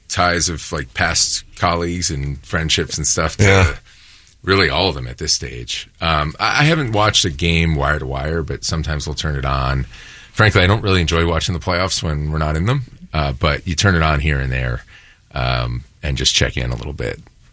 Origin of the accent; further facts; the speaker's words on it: Philadelphia, Pennsylvania, United States; I was from Philly